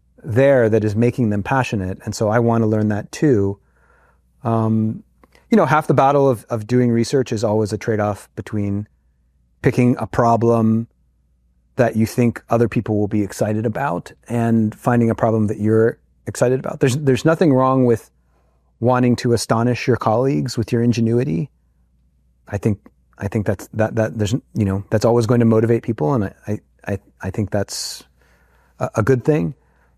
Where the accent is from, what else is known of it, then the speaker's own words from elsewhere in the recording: Pittsburgh, Pennsylvania, United States; I grew up in Pittsburgh and I went to high school in Pittsburgh